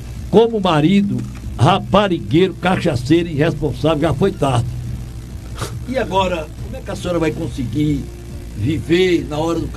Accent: Altinho, Pernambuco, Brazil; minha terra natal, Altinho.

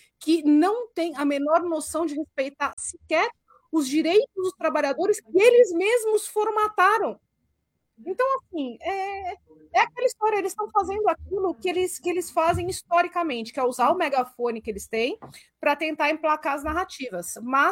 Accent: São Paulo, Brazil; eu falo por experiência própria, porque eu sou da Brasilândia, em São Paulo

